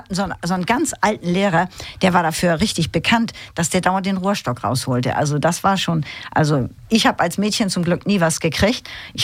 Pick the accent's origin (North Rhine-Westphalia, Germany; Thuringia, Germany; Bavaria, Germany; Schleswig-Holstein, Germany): Schleswig-Holstein, Germany; Neumünster; ich war auf dem Exer. Ne? Ich bin auf dem Exer groß geworden, auf dem berüchtigten Exer